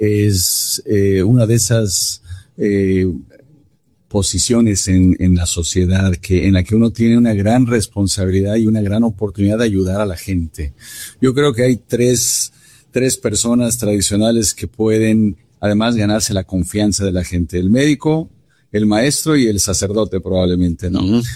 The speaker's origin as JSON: {"language": "Spanish", "region": "Mexico City", "country": "Mexico", "tie": "born or raised there", "moved": "yes", "said": "Hugo Sánchez nació en el barrio donde yo crecí, en Ciudad de México."}